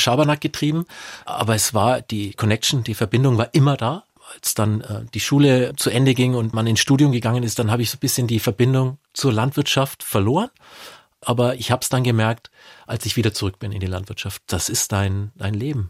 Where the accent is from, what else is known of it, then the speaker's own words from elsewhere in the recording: Nuremberg, Bavaria, Germany; ich bin in Nürnberg im Knoblauchsland aufgewachsen.